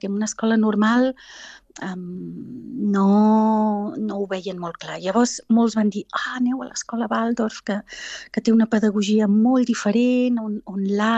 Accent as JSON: {"language": "Catalan", "region": "Jura Mountains", "country": "Switzerland", "tie": "born or raised there", "also_born_or_lived": "Basel", "lives_now": "Catalonia, Spain", "said": "I el Ferran i jo vam néixer a Basel i vam créixer a les muntanyes del Jura, en un poble allà perdut, i jo anava a una escola també molt bonica"}